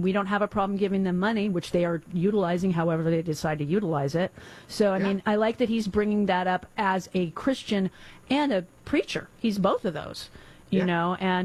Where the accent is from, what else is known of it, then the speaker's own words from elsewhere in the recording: Texas, United States; I mean, I'm more Texan than he is.